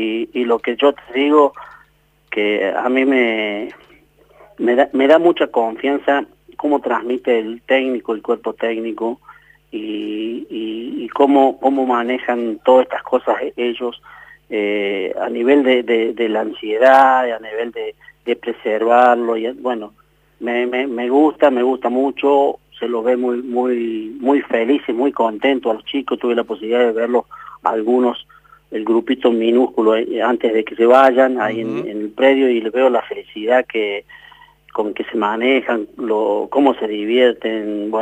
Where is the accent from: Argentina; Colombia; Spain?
Argentina; now in Embalse, Argentina; como somos los argentinos